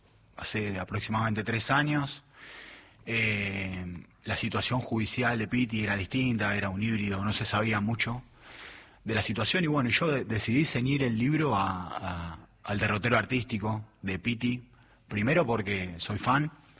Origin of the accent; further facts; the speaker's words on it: Buenos Aires, Argentina; No, yo no soy, yo soy del, yo viví toda mi vida en el barrio del Abasto, pero laburé mucho